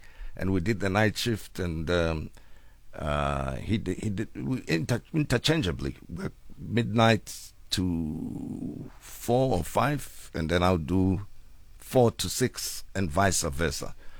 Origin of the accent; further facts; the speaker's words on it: South Africa; moved away as an adult; also born or lived in Mafikeng; now in Johannesburg, South Africa; I'm from Harankua, but I was coming from Mafikeng to come and work here